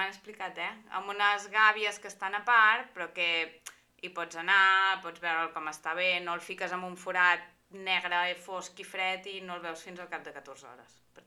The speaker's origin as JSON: {"language": "Catalan", "town": "Ripoll", "region": "Catalonia", "country": "Spain", "moved": "yes", "said": "Jo que sóc de Ripoll"}